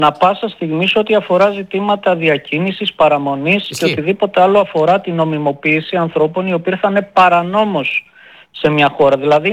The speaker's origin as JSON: {"language": "Greek", "country": "Greece", "lives_now": "Evros, Greece"}